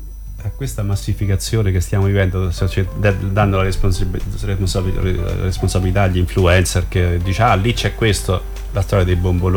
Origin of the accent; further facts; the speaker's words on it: Emilia-Romagna, Italy; io sono cresciuto in Emilia Romagna